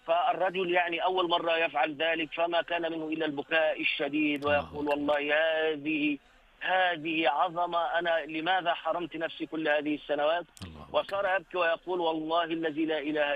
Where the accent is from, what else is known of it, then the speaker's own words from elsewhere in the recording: Egypt; now in Amsterdam, Netherlands; أنا أصلا من مصر